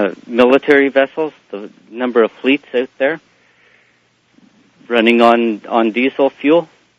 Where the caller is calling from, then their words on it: British Columbia, Canada; I'm calling from Tassus, British Columbia.